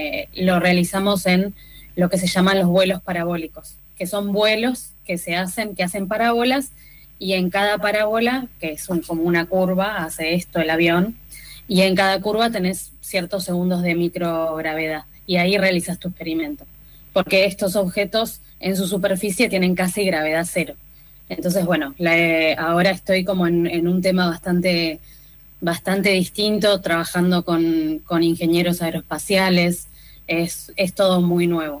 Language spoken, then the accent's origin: Spanish; Bahía Blanca, Buenos Aires Province, Argentina; Yo soy de Bahía Blanca